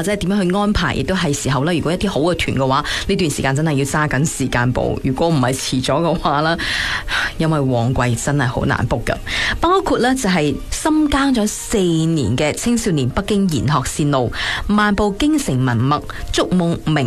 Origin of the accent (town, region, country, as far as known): Guangdong, China